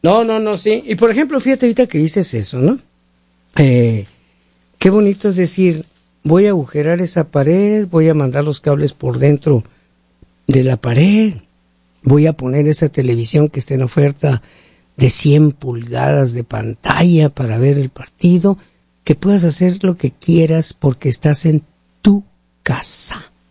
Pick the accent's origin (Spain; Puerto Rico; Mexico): Mexico; Hermosillo, Sonora; now in United States; Yo soy de Hermosillo, Sonora